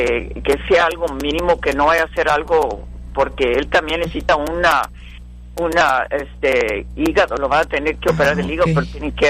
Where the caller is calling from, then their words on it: Mission, Texas, United States; De Misión, hermanita.